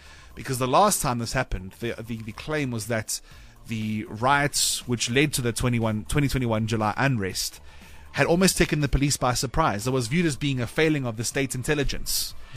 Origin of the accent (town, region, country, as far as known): South Africa